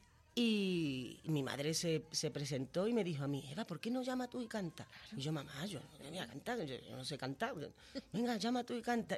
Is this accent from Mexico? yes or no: no; El Puerto de Santa María, Andalusia, Spain; accent: gaditano; now in Madrid, Spain; Les pego yo el acento, me dicen, me estás pegando el acento gaditano, o sea, ¿cómo puede ser? Y es lo único que no se me ha quitado